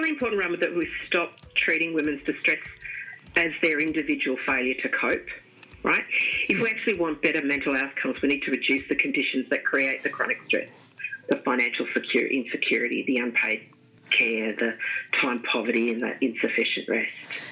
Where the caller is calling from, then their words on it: Melbourne, Victoria, Australia; I'm calling in from Melbourne. We're a regional women's health service in Victoria.